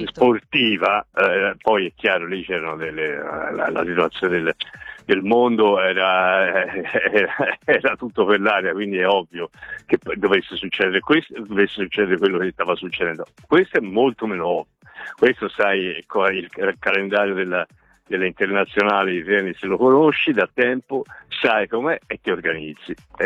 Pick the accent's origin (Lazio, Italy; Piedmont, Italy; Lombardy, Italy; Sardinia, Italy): Piedmont, Italy; per dirlo da piemontese